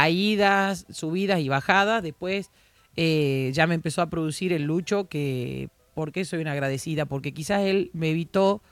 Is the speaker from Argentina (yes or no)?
yes; Salta, Argentina; accent: salteña tonada; now in Córdoba, Argentina; cuando me preguntan, digo, soy salteña, pero también soy cordobesa